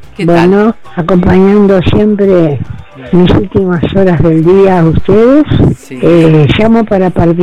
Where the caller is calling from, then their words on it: Villa Elisa, Entre Ríos, Argentina; soy de acá de Villa Elisa.